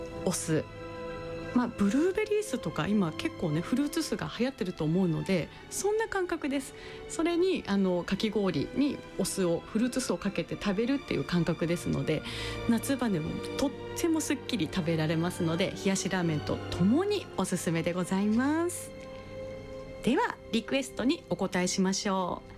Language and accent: Japanese; Yamanobe, Yamagata, Japan; born there; 実は私の本当に生まれたところ、山野辺町にも栄屋さんの分店があるんですね